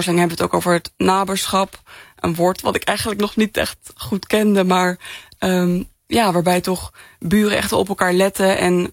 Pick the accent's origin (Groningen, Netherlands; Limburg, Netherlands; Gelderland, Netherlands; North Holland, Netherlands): Gelderland, Netherlands; Arnhem; Ik kom zelf uit Arnhem. Ik heb wel familie ook in Twente